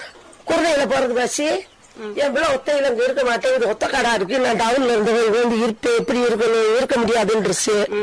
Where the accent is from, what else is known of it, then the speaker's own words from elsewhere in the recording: Tamil Nadu, India; moved away as an adult; now in Kombaikadu, India; எங்க சொந்த ஊரு வசநாடு